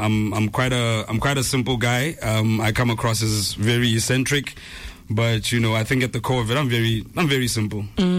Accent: Selebi-Phikwe, Botswana; moved away; I grew up in Pico.

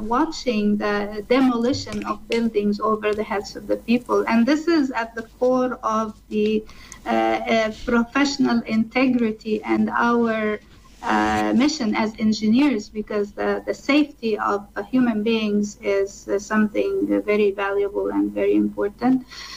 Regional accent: Canada; I will not give up my rights, my freedom as a Canadian woman, as an engineer

